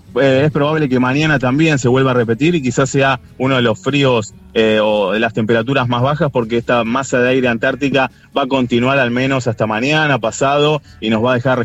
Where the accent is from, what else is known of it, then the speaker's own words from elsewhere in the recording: Mar del Plata, Buenos Aires Province, Argentina; Soy de Mar del Plata, sí.